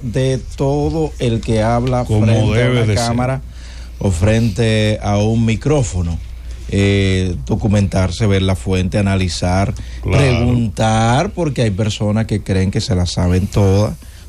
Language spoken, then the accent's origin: Spanish; Dominican Republic; como dominicanos, todos tenemos derecho a protestar